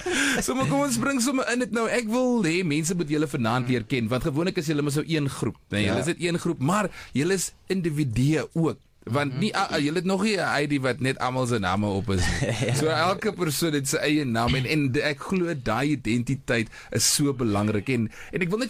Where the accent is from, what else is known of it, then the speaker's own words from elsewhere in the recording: Bloemfontein, Free State, South Africa; Bro, ek kom ook van Bloemfontein.